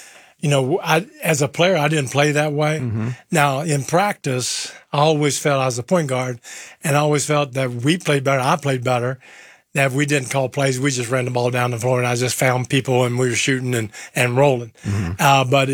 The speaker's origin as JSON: {"language": "English", "town": "Milan", "region": "Lombardy", "country": "Italy", "second_language": "English", "said": "So I came from Milan, which is like New York, you know, and kind of their thinking."}